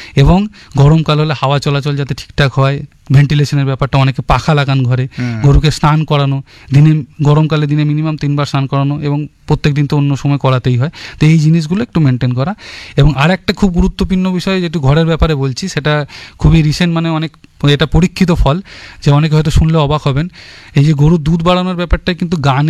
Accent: West Bengal, India; এবং পশ্চিমবঙ্গে যেটা সব থেকে আমাদের একটু চিন্তার বিষয়, যেটা হচ্ছে আমাদের এখানে কমিউনিটি গ্রেজিং বা চড়ার জায়গা খুব কম

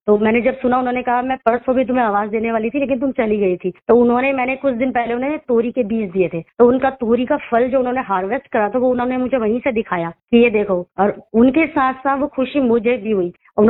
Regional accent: Uttarakhand, India; Sir, मैं बताना चाहूंगी कि मैं पहाड़ों से हूँ, मैं बेसिकली उत्तराखंड से हूँ, तो हमारी ब्लड लाइन में ही है नेचर प्रकृति।

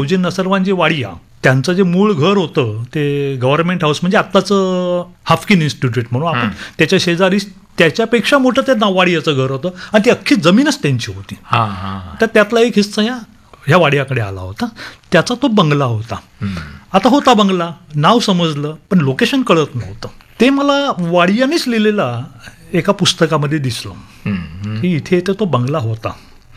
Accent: Mumbai, Maharashtra, India; मी जरी मुंबईकर मला म्हणत असलो किंवा अनेक जण म्हणतात मी मुंबईकर आहे

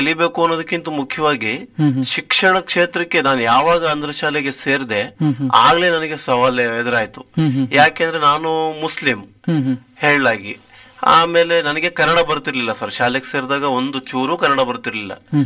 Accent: Mysore, Karnataka, India; born there; also born or lived in Mandya; ನನ್ನ ವಿದ್ಯಾಭ್ಯಾಸ ನಾನು 1ನೇ ತರಗತಿಯಿಂದ ಡಿಗ್ರಿವರೆಗೂ ಮೈಸೂರಿನಲ್ಲೇ ಓದಿದ್ದು.

